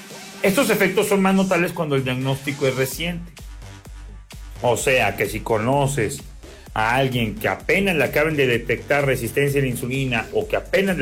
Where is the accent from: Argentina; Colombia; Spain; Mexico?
Mexico; Hablo nomás de México. Aquí soy yo. Aunque parezca suizo, aunque parezca europeo, no, soy mexicano.